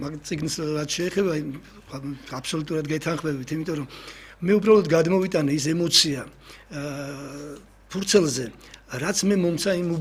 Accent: Kutaisi, Imereti, Georgia; ის პიროვნებები ვის გარემოშიც ვიზრდებოდი ის ხო მარტო ლანდშაფტი და გეოგრაფია არ არის ხო ტი ლამაზია ბაგრატის ტაძარი სადაც დგას უქიმერიონი

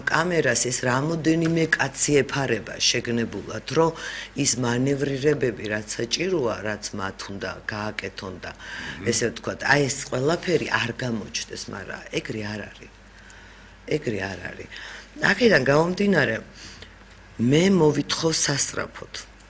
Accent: Samtredia, Imereti, Georgia; მე სამტრედიაში დაბადებული გაზრდილი ვარ და მე და ეკა ერთ სკოლაში ვსწავლობდით

